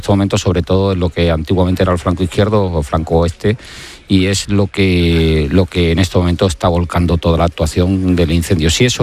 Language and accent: Spanish; Cádiz, Andalusia, Spain; born or raised there